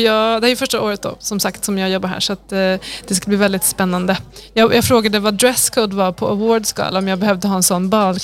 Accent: Sweden; now in Malmö, Sweden; som svensk, jag skämdes.

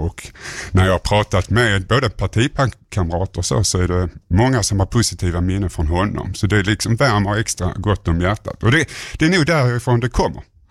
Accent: Svedala, Skåne, Sweden; also born or lived in Umeå; now in Malmö, Sweden; jag är uppvuxen också i Myllan, fast på andra sidan kommungränsen i Svedala kommun. Jag bodde där längs 108 vid slottet ungefär, på den sidan där. Och som tonåring flyttade jag in till Malmö.

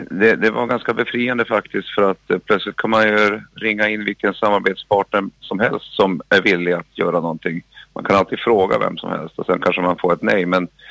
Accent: Piteå, Norrbotten County, Sweden; now in Stockholm, Sweden; Jag kommer ursprungligen från Piteå men har bott i Stockholm i många år.

